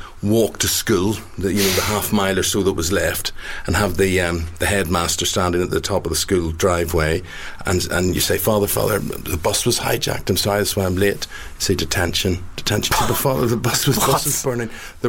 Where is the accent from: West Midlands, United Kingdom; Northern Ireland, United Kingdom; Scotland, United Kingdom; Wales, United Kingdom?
Northern Ireland, United Kingdom; being a Catholic growing up in Northern Ireland didn't mean you were a Republican